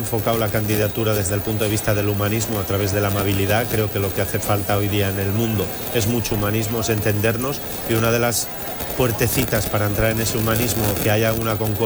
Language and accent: Spanish; Avilés, Asturias, Spain; born there; also born or lived in Ujo; Yo soy de Avilés, aunque soy oriundo de Ujo, mi familia es de la cuenca minera del Caudal, pero yo nací en Avilés